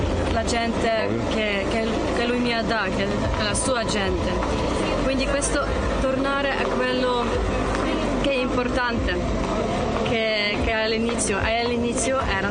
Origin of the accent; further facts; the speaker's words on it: Ukraine; Italian is a second language; vengo da Ucraina certamente